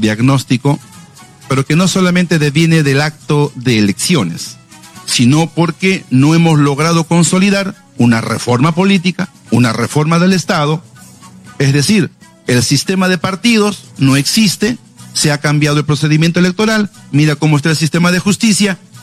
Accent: Peru; nosotros pues tenemos una gran ventaja como peruanos

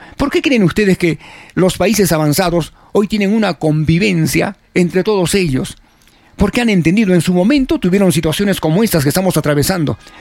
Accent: Peru

